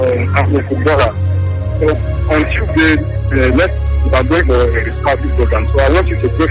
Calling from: Dubai, United Arab Emirates; I'm calling from Dubai, sir.

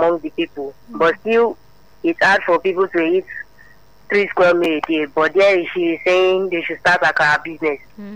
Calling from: Agege, Lagos, Nigeria; I'm calling from Agege.

